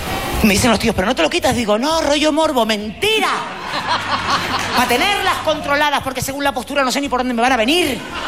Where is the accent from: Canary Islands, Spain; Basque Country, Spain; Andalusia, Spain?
Canary Islands, Spain; La Palma; soy palmera.